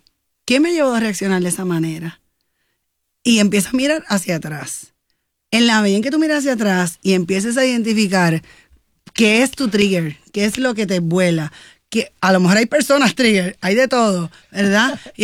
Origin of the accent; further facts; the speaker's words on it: Puerto Rico; Y somos boricuas